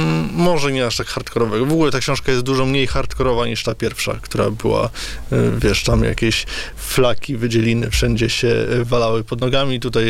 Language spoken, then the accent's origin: Polish; Pomeranian Voivodeship, Poland; Tutaj rzeczywiście też te Kaszuby są w tle, no bo ja jestem Kaszubą, więc dla mnie to jest naturalne, że osadzam akcję po prostu w miejscach, które znam.